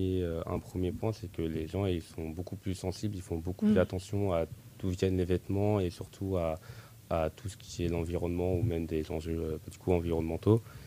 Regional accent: Orléans, Centre-Val de Loire, France; now in Tours, France; je suis originaire d'Orléans.

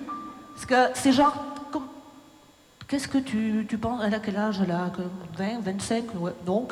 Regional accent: Aurillac, Auvergne-Rhône-Alpes, France; born there; Je suis née en 1972 à Aurillac, dans ce magnifique département du Cantal, où je reviens régulièrement voir toute ma famille du côté de Pierrefort.

